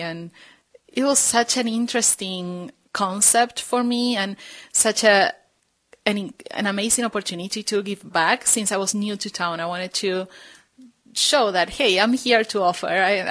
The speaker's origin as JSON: {"language": "English", "country": "Argentina", "also_born_or_lived": "Italy", "lives_now": "Sandpoint, United States", "said": "Right. So I'm from Argentina."}